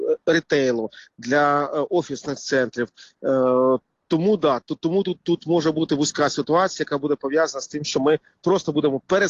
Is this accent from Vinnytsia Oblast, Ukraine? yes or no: no; Kharkiv, Kharkiv Oblast, Ukraine; мій рідний Харків